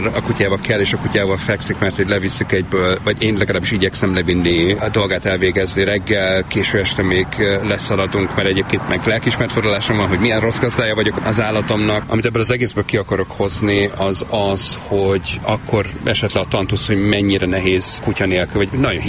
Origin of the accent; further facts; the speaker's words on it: Szabolcs-Szatmár-Bereg, Hungary; born there; moved away; Én Szabolcs megyei vagyok eredetileg